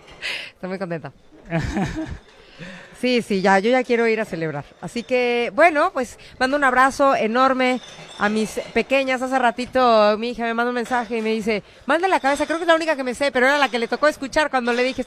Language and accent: Spanish; Mexico; Estamos en México cumpliendo, es nuestra independencia.